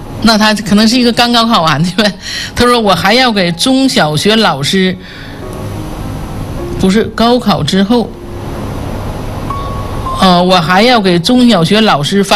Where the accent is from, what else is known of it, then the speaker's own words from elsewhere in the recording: China; 因为我们中国人就是尊师重教